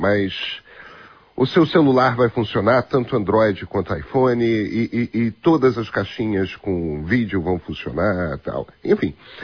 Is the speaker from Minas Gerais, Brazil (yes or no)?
no; Rio de Janeiro, Brazil; Eu sou carioca, gente.